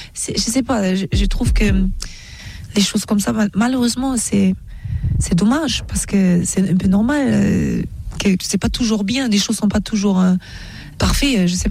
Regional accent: Germany; born or raised there

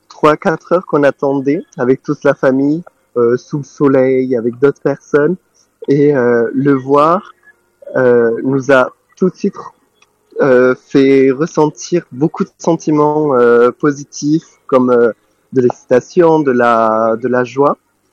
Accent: Lourdes, Occitanie, France; je suis donc un jeune catholique de Lourdes.

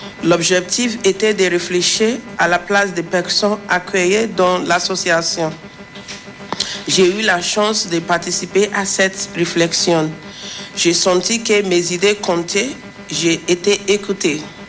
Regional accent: Nigeria; moved away; J'ai 31 ans, je viens du Nigeria.

